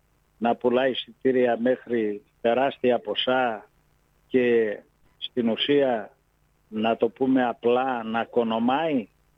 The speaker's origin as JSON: {"language": "Greek", "town": "Arta", "region": "Epirus", "country": "Greece", "tie": "born or raised there", "said": "στην πατρίδα μου, στην Άρτα"}